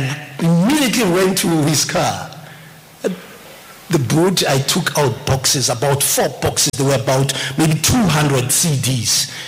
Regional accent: Pretoria, Gauteng, South Africa; we're from Attridgeville.

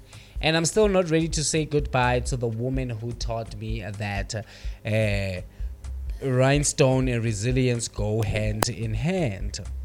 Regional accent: South Africa; we are South African after all

